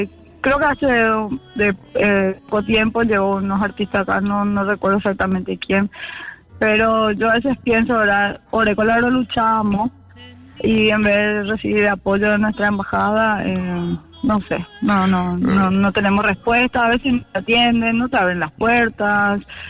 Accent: Paraguay; moved away as an adult; now in Argentina; una responsabilidad muy grande como paraguaya

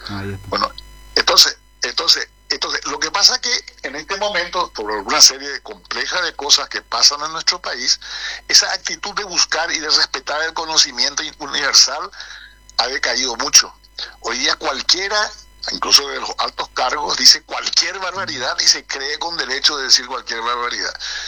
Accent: Paraguay; nosotros somos paraguayos

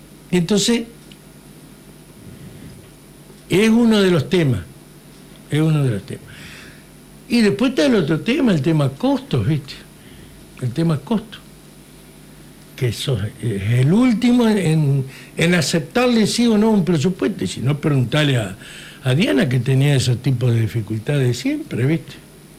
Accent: Diamante, Entre Ríos, Argentina

